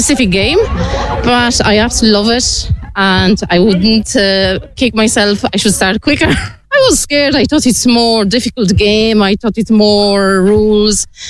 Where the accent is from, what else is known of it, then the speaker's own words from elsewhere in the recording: Kilteegan, Leinster, Ireland; now in Baltinglass, Ireland; I am with them from nearly the very start. I'm originally from Kilteegan, so only about 10 minutes out the road. But I live and I'm married in Ballinglass, so this would be our local club.